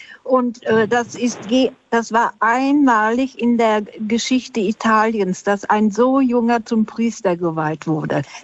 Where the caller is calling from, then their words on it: Munich, Bavaria, Germany; ich rufe aus München an.